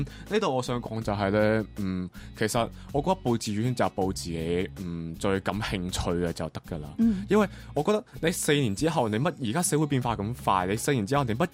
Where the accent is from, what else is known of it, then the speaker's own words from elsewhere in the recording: Macau; 我是来自中国澳门的